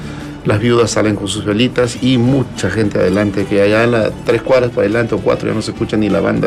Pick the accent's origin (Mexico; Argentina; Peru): Peru; Corongo, Ancash; Ah, vamos a ir a mi tierra